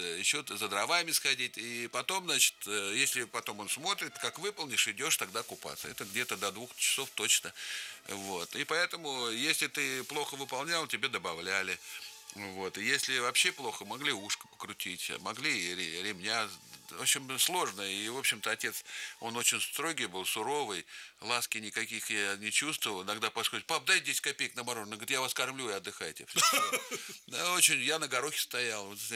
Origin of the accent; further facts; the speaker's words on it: Moscow, Russia; А мы, значит, москвичи приехали вот тогда, это все-таки далековато был Дмитров